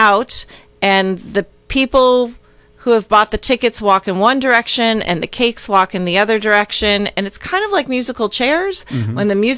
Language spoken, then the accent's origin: English; Woodstock, United States; I grew up in South Woodstock, moved out of town for 25 years.